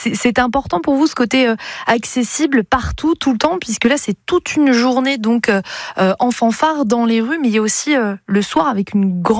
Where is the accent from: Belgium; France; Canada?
France; Brittany; je vous assure que même en tant que bretonne, je découvre des choses sur la région.